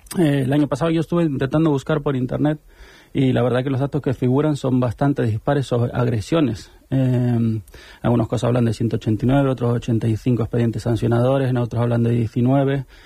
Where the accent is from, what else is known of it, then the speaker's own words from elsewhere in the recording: Cantabria, Spain; accent: Cantabrian; extraño la lluvia cántabra. Yo soy cántabro, como puedes observar por mi acento.